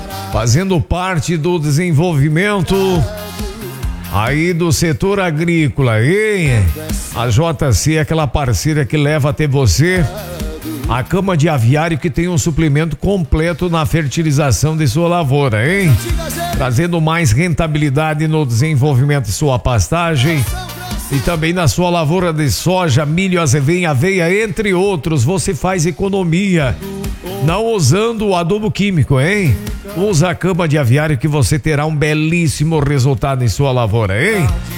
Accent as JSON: {"language": "Portuguese", "region": "Rio Grande do Sul", "country": "Brazil", "said": "E nós somos gaúcho, tchê."}